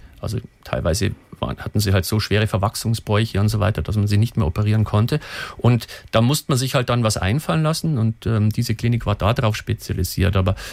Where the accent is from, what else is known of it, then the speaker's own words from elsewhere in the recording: Bavaria, Germany; wir sind relativ schnell beim Du in Bayern